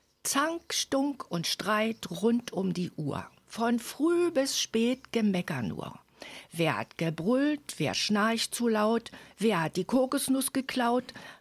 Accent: Berlin, Germany; now in Greifswald, Germany; Ursprünglich bin ich Berliner, wie man vielleicht noch hört.

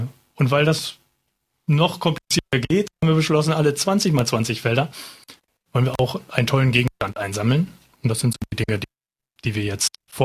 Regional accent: Mecklenburg-Vorpommern, Germany; ich bin sozusagen der mecklenburgische Part dazu

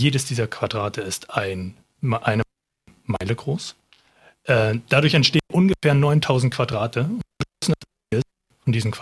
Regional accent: Neubrandenburg, Mecklenburg-Vorpommern, Germany; born there; Ich bin sozusagen der mecklenburgische Part dazu. Ich komme aus Neubrandenburg.

